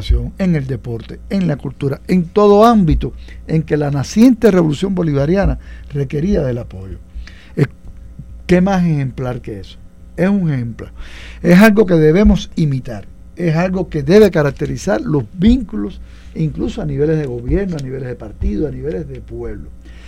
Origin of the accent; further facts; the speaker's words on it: Cuba; yo como cubano